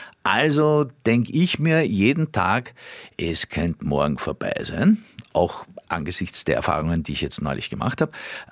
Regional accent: Mödling District, Lower Austria, Austria; ich bin im Bezirk Mödling aufgewachsen

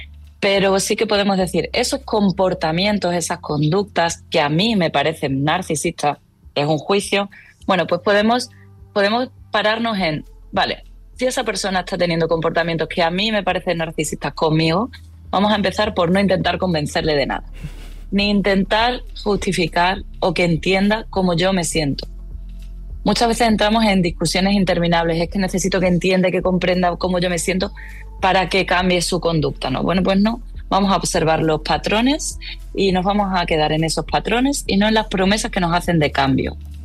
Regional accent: Extremadura, Spain; moved away; Pues siendo yo extremeña y no viviendo en Extremadura

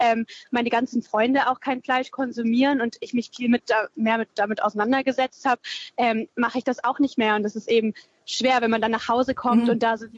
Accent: Lower Saxony, Germany; ich komme auch aus Niedersachsen und in meiner Familie war das einfach total prominent.

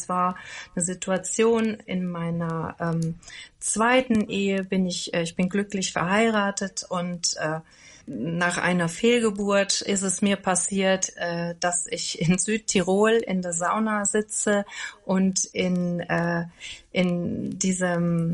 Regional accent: Andernach, Rhineland-Palatinate, Germany; ich komme gebürtig aus Andernach und bin im Pohltal aufgewachsen. Das ist da am See

